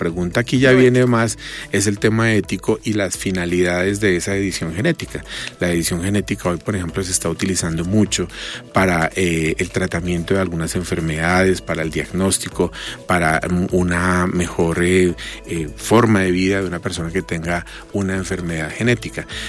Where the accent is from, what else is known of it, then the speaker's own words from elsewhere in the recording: Colombia; todos somos colombianos y que muchos realmente, desde el punto de vista genético, tenemos las mismas ancestralidades